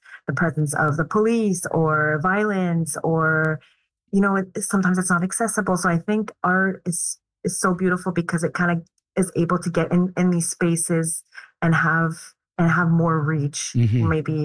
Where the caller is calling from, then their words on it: Montreal, Quebec, Canada; I'm speaking from Montreal.